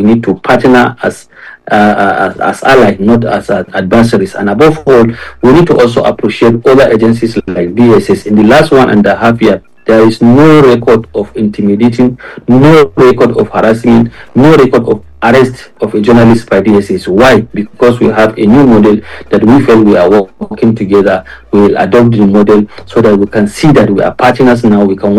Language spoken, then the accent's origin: English; Nigeria